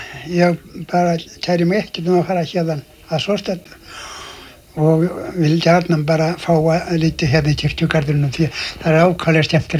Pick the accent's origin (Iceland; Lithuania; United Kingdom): Iceland; Meðalland, Southern Region; now in Vestmannaeyjar, Iceland; Nei, ég var uppvaxtar án mín hörnustri í Meðalandi.